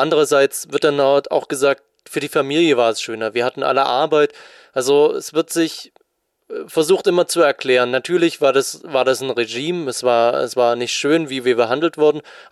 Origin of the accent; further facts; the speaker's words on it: East Germany, Germany; Also nachdem die Mauer gefallen ist und die DDR aufgelöst wurde, die Vereinigung von Deutschland, hat man in Ostdeutschland schon noch die Sachen gesehen, die man in der DDR gesehen hat. Also graue Häuser, altes Spielzeug und all die Sachen. Damit bin ich schon noch aufgewachsen